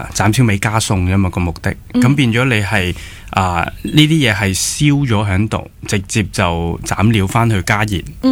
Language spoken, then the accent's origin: Cantonese; Hong Kong; 我哋香港人